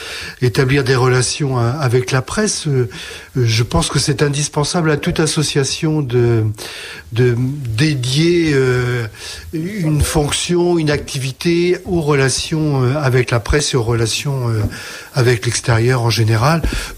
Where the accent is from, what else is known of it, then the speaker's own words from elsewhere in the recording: Centre-Val de Loire, France; moved away as an adult; now in Poitou-Charentes, France; je suis arrivé en région Poitou-Charentes, puisque je suis originaire normalement du Val-de-Loire.